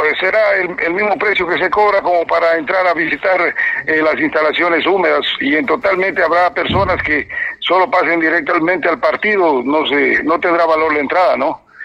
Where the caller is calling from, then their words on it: Ecuador; Todos somos ecuatorianos